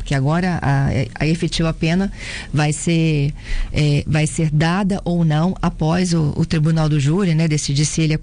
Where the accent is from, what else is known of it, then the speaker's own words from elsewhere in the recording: Espírito Santo, Brazil; a gente como capixaba